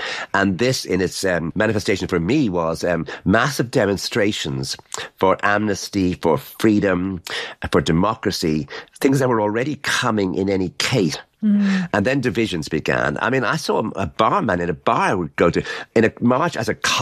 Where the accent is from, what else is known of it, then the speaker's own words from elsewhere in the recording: Ireland; Because I'm Irish, so many of the things that were happening were so close to things that had happened in Ireland in the years leading up to independence.